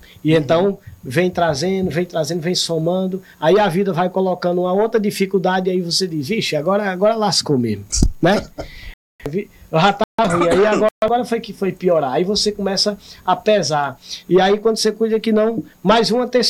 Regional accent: Morada Nova, Ceará, Brazil; now in Fortaleza, Brazil; Eu sou de lá do sertão, né? Eu sou de Morada Nova e a cultura do vaqueiro e a cultura daquela... pessoal do interior

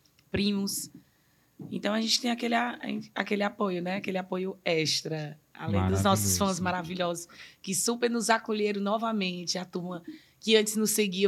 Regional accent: Buriti dos Lopes, Piauí, Brazil; moved away as an adult; now in Fortaleza, Brazil; eu não sou daqui, eu sou do Piauí. Mas antes da pandemia, eu passei aqui uns 3 anos.

